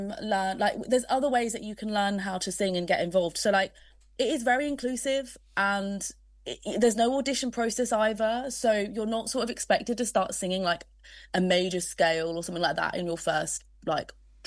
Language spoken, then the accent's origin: English; Surrey, South East England, United Kingdom; growing up in Surrey as an LGBTQ plus person, there wasn't really much out there for me as a student.